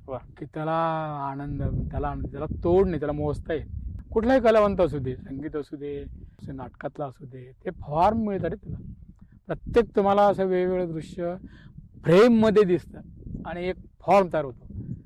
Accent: Chikhalgaon, Maharashtra, India; माझं चिखलगाव म्हणून अकोला जिल्ह्यामध्ये गाव आहे, चिखलगाव. तर तिथं माझं सगळं बालपण, जन्म तिथलं आहे, 4th पर्यंत शिक्षण तिथंच झालं. आणि प्रचंड गरिबी, म्हणजे गाव कोसाव्याचे जे जगणं आमचं त्यावेळेचं काळ, तो 47 जन्म आहे माझा.

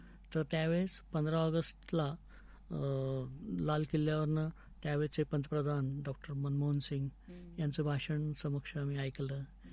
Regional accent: Ahmednagar, Maharashtra, India; also born or lived in Khandesh; जवळजवळ 60 वर्ष मी या शहरात, मी आता लहानचा मोठा झालो

